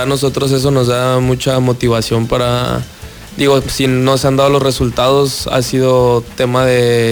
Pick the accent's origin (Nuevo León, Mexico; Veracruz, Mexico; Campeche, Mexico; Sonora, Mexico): Campeche, Mexico; San Francisco de Campeche; Yo soy originario de Campeche, San Francisco de Campeche.